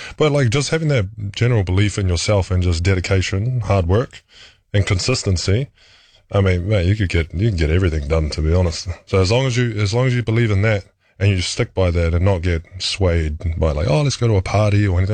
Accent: New Zealand; you kind of still keep to being Kiwi.

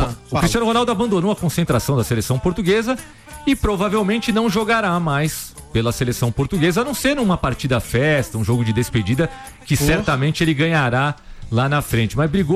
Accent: Brazil

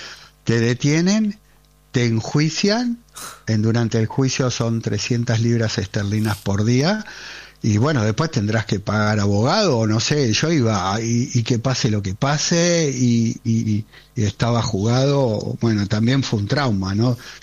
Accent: Argentina; Somos argentinos.

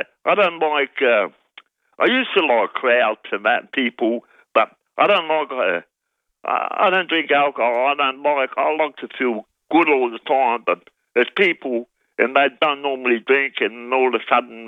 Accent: Amsterdam, North Holland, Netherlands; English is a second language; now in Australia; Oh, well, I tell you, I grew up in Amsterdam and it's, Holland still, the people are still living and...

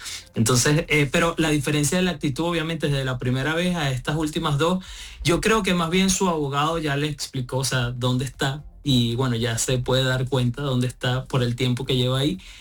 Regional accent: Venezuela

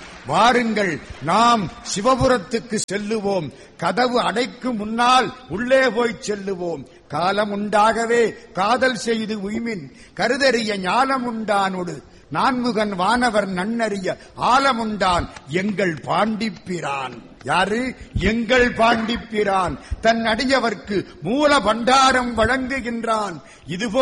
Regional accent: Madurai, Tamil Nadu, India; நான் மதுரைக்காரன், நான் மதுரைக்காரன், பண் சுமந்த பாடலுக்கு பரிசு தரக்கூடிய மதுரைக்காரன்.

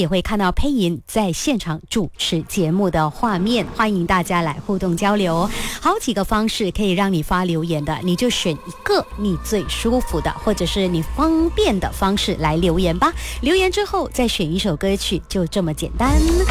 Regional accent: Malaysia; 也为身为马来西亚人感到骄傲。因为我想啊，我们跟各大种族大家生活在一起，

